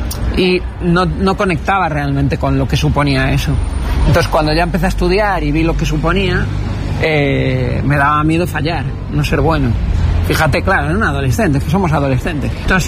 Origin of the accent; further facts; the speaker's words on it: Canary Islands, Spain; born there; Porque yo nací en Canarias, tú eres canario.